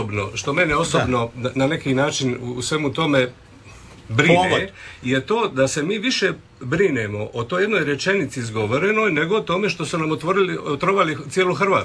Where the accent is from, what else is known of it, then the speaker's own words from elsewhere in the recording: Croatia; moved away; also born or lived in Italy; kod nas u Hrvatskoj